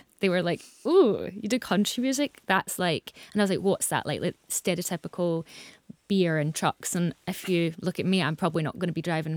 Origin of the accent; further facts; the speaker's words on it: Scotland, United Kingdom; being a Scottish artist trying to do country